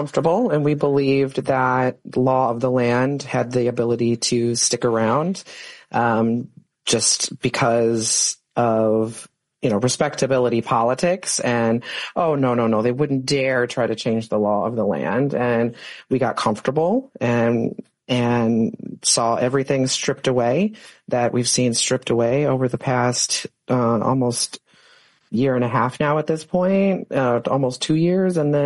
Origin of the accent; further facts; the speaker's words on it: Chicago, Illinois, United States; Southside, born and bred.